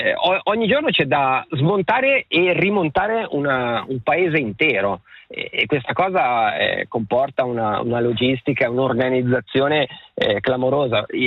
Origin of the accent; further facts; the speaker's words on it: Stabio, Ticino, Switzerland; io sono di Stabio